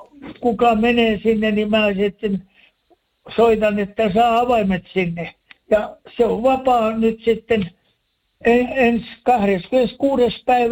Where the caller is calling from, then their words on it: Tampere, Pirkanmaa, Finland; Kun olen Tampereelta